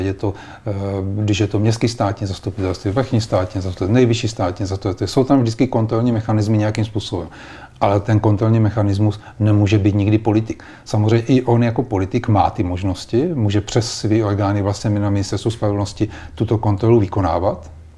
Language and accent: Czech; Brno, South Moravian Region, Czechia; a já jsem z Brna, tak samozřejmě vím, jak se v Brně o tom mluví